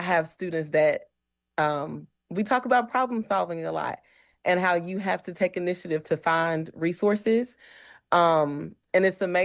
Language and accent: English; Mississippi, United States; And you know, I come from a I grew up in Mississippi, and you know, you didn't have a choice.